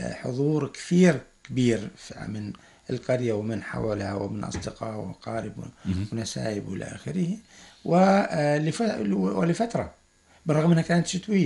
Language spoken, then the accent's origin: Arabic; Salt, Balqa Governorate, Jordan